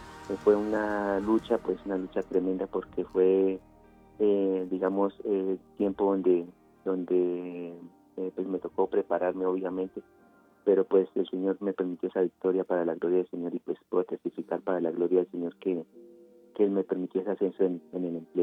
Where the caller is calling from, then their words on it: Ubaté, Cundinamarca, Colombia; Estoy llamando desde Guate, Cundinamarca